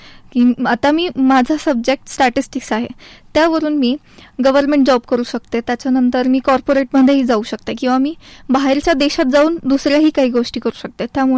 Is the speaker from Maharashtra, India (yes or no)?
yes; Ahilyanagar, Maharashtra, India; मी मूळची अहिल्यानगरचीच.